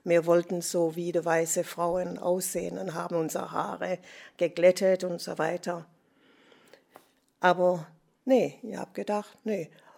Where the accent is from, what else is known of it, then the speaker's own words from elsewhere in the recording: Jamaica; German is a second language; moved away; aber ich habe immer Englisch gesprochen, aber wir haben auch unser Dialekt in Jamaika. Und ich habe versucht, meine Sprache und mein Essen und einfach Erzählungen, wie ich gewohnt habe als Kind und so.